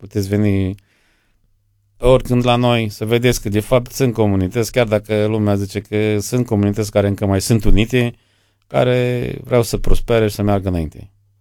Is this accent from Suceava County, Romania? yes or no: no; Coșbuc, Bistrița-Năsăud, Romania; sunt din Coșbuc.